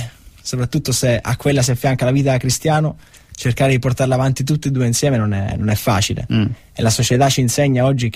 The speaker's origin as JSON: {"language": "Italian", "town": "Villafranca Tirrena", "region": "Sicily", "country": "Italy", "tie": "born or raised there", "also_born_or_lived": "Messina", "moved": "as an adult", "lives_now": "Perugia, Italy", "said": "io sono di Messina, quindi sono nato a Messina e sono cresciuto in un paese vicino Messina, un piccolo paese, Villa Franca Tirrena, al quale sono molto attaccato, però non vivo più lì purtroppo, adesso vivo a Perugia."}